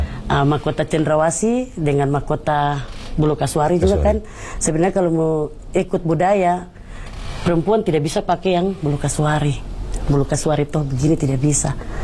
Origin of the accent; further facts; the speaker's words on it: Papua, Indonesia; kami orang Papua.